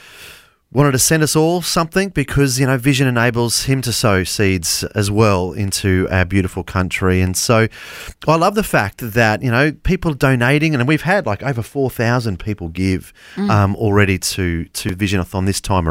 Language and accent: English; Australia; I'm an Australian.